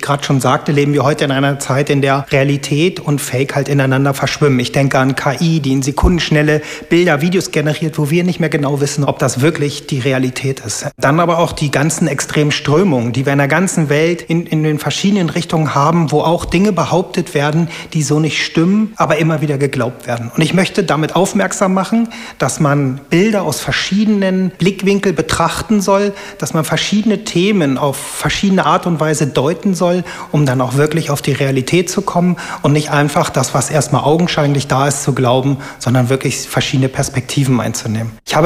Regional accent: Wolfsburg, Lower Saxony, Germany; Ich komme aus Wolfsburg, bin auch ein Wolfsburger Künstler, wohne in Fallersleben und lebe und arbeite hier.

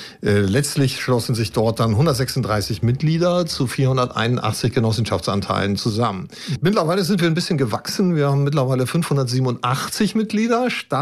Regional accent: Lower Saxony, Germany; born there; now in Braunschweig, Germany; ich bin 57 Jahre alt, gebürtig in der Lüneburger Heide und aber seit jetzt schon fast 30 Jahren Braunschweiger

